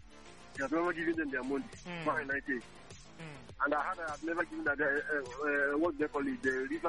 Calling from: Aba, Abia, Nigeria; I'm calling from Okigwe Road, Abba.

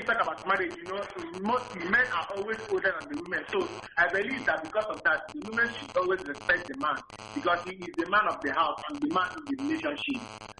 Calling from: Nigeria; I'm calling from Ifedo Dibimodaba.

